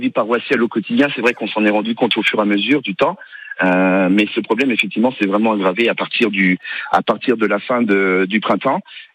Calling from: Venaco, Corsica, France; Moi, je vous appelle de Venaco

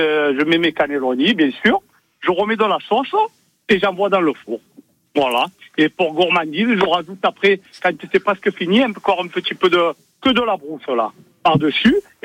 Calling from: Marseille, Provence-Alpes-Côte d'Azur, France; je suis de Marseille.

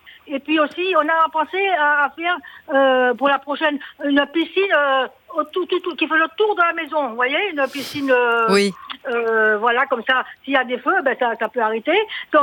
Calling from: Martinique; Je suis en Martinique et il est 14h.

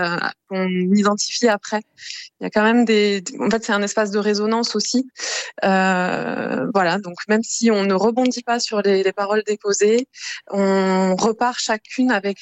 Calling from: Toulouse, Occitanie, France; Je vous appelle de Toulouse.

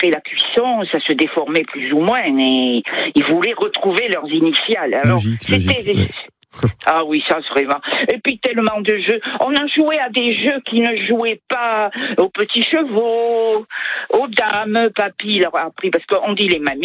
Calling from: Bassens, Nouvelle-Aquitaine, France; J'habite à Bassens

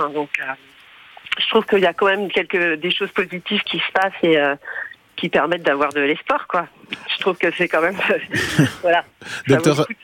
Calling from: Rennes, Brittany, France; J'appelle de Rennes.

